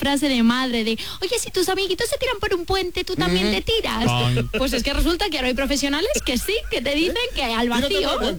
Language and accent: Spanish; Community of Madrid, Spain; Bueno, metafóricamente me llevó en realidad al centro de salud, que siendo madrileña quizás sí que era el infierno.